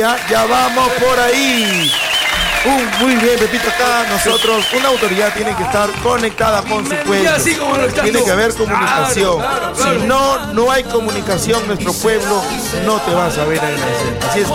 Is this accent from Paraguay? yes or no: no; La Pintada, Tucumán, Argentina; Tucumán sabe quién es … ingeniero de 42 años. Nací en La Pintada, he crecido en La Pintada, he vivido en La Pintada, sigo en La Pintada